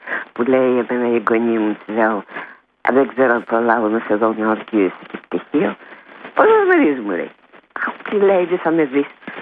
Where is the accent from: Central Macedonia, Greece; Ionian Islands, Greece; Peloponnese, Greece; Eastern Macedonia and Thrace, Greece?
Peloponnese, Greece; Gargalianoi; Δηλαδή στην πατρίδα μου στο Γαργαλιάδο λένε οι προηγούμενοι από μένα που μου ήταν 4 γιαγιάδες και οι παππούδες.